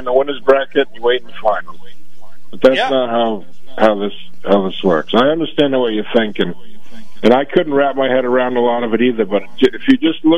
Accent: New Hampshire, United States; I grew up in New Hampshire

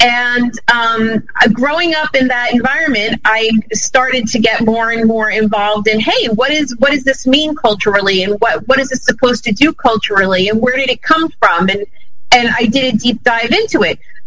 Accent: Missouri, United States; growing up in Missouri, the Missouri Ozarks

